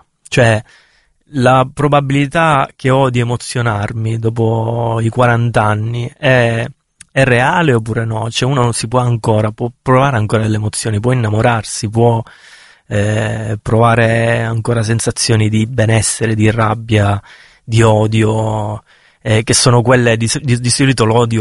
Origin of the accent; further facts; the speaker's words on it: Misilmeri, Sicily, Italy; Nel mio paese, che è Misilmeri, in provincia di Palermo